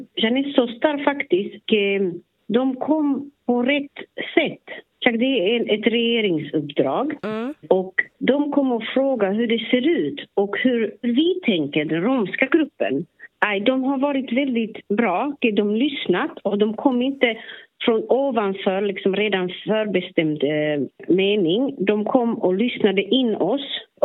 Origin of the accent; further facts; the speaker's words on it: Slovakia; Swedish is a second language; Jag kommer från Slovakien